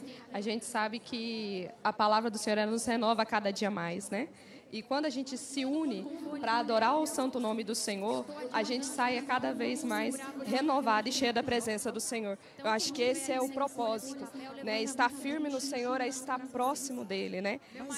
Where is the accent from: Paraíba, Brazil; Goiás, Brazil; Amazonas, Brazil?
Goiás, Brazil; Morrinhos; Eu vim de Morrinhos, Goiás.